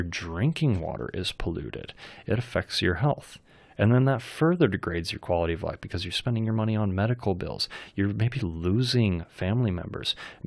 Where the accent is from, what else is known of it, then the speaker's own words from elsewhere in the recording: Union, Oregon, United States; I grew up in Union